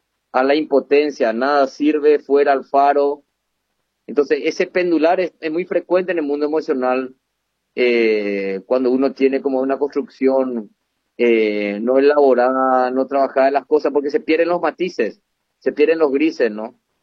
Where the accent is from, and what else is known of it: Paraguay